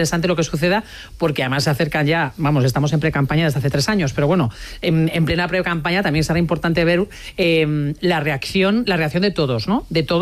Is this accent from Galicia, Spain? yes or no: yes; Galicia, Spain; A mí me da mucho coraje como gallega